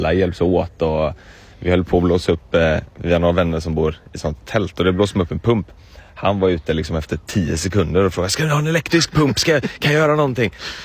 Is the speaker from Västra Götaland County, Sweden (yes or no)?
yes; Gothenburg, Västra Götaland County, Sweden; Ja, men också hemma i Göteborg så är det, du vet, det är väldigt mycket berg och sådär. Det är väldigt platt här nere.